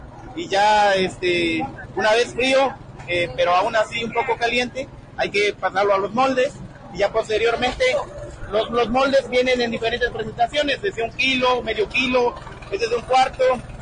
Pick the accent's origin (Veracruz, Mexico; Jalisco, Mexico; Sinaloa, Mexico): Veracruz, Mexico; Coyutla; Venimos de la zona del Totonacapan, de la comunidad de Panorama, municipio de Coyutla, Veracruz.